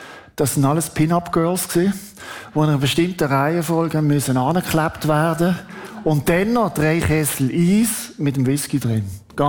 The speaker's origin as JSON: {"language": "German", "town": "Basel", "region": "Basel-Stadt", "country": "Switzerland", "tie": "born or raised there", "said": "ich bin in Basel aufgewachsen. Dort waren die grossen Rockshows im Jockeli-Stadion."}